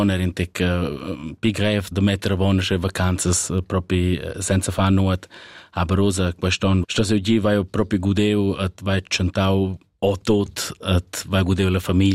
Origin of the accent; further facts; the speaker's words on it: Albania; Oh, nus, io vengo dall'Albania